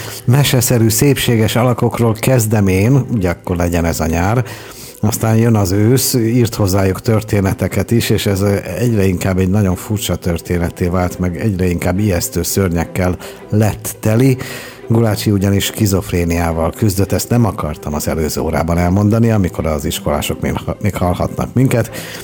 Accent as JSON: {"language": "Hungarian", "region": "Budapest", "country": "Hungary", "said": "én ősi pestiként néha átnézek Budára"}